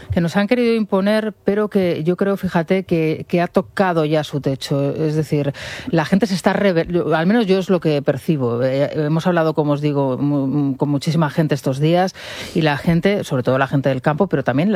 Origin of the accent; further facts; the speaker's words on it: Community of Madrid, Spain; somos muchos los madrileños